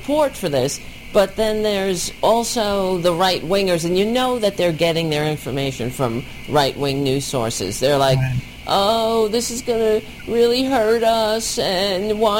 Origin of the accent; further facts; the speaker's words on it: Staten Island, New York, United States; I grew up on Staten Island, and there, take it from me, there's a bunch of racists there.